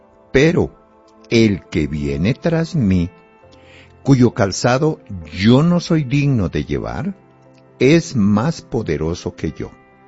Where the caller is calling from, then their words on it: Bogotá, Colombia; Estoy aquí en Bogotá, en la capital de Colombia.